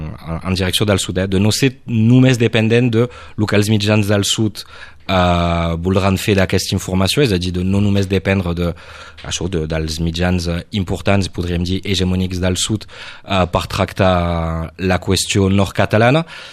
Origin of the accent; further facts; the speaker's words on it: Occitania, France; la nostra realitat nord-catalana